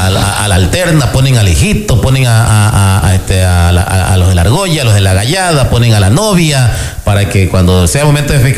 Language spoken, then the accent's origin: Spanish; Ecuador